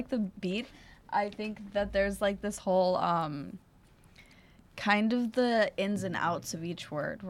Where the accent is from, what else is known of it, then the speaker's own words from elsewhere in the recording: Fort Worth, Texas, United States; moved away; my life back home. I'm from Fort Worth, Texas.